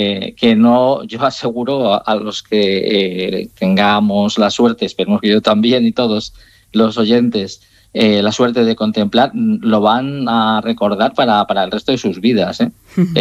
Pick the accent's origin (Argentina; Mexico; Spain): Spain; Turmiel, Castilla-La Mancha; Bueno, yo en mi pueblo, como te decía antes, en Turmiel, Guadalajara